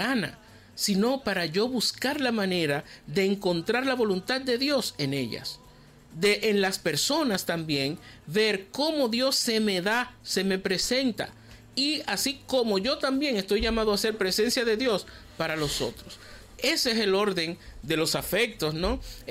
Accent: Boca Chica, Santo Domingo, Dominican Republic; moved away; allá en Boca Chica, mi pueblo hermoso.

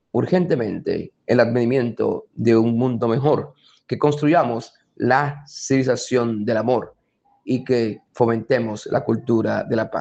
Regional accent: Dominican Republic; nuestra capacidad de leer la historia de la Iglesia en nosotros como dominicanos y en nuestros hermanos países circunvecinos en América Latina y el Caribe

